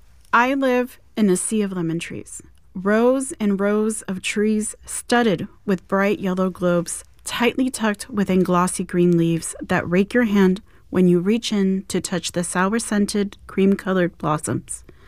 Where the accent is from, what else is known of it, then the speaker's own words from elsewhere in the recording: San Diego, California, United States; I grew up here in San Diego